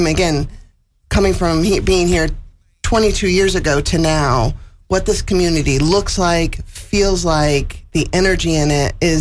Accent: New York, United States; moved away as an adult; I got here via upstate New York 22 years ago.

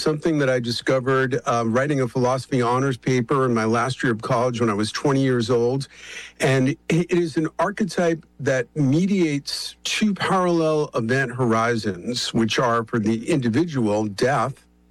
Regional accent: Bronx, New York, United States; when I grew up in the Bronx, I grew up listening to the Long John Nimble show

